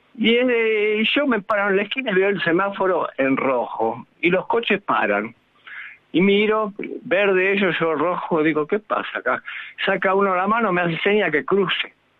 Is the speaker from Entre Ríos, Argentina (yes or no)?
no; Buenos Aires, Argentina; Villa Crespo, sí, la avenida Estado Israel. De un lado es Crespo y de enfrente es Almagro.